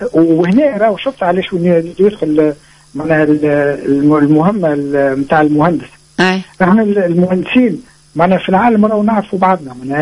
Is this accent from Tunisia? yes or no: yes; Tunisia; اللي عندنا في تونس